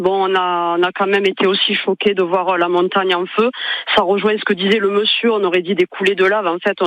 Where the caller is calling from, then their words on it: Perpignan, Occitanie, France; moi, de toute façon, j'habite au Perpignan